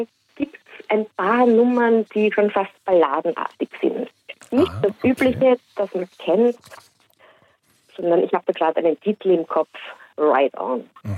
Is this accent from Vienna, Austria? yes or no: yes; Vienna, Austria; Also ich bin durch und durch Wienerin und mag diese Stadt. Eine kleine Weltstadt.